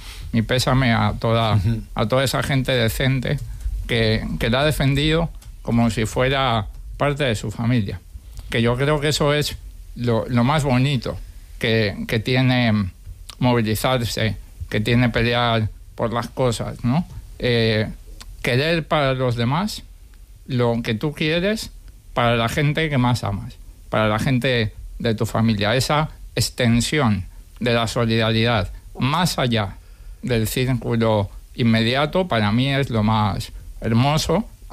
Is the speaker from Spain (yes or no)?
yes; Spain